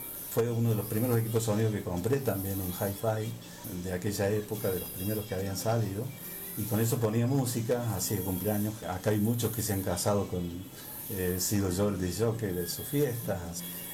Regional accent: Alpa Corral, Córdoba, Argentina; Soy serrano por naturaleza, nací acá en Alpacorral justamente. Mi infancia, mi niñez fue transcurrida en la sierra, en plena sierra, allá cerca de las tapias, un poco más arriba, en el campo que tenía mi abuelo. Yo me crié con mis abuelos.

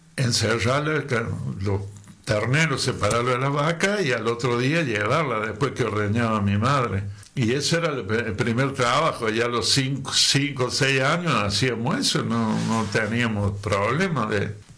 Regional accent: Alpa Corral, Córdoba, Argentina; me crié acá con los viejos y de chico empecé de 4 o 5 años a ayudarle a los viejos

